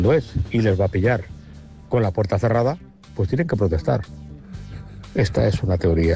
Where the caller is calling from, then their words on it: Segovia, Castile and León, Spain; de Segovia.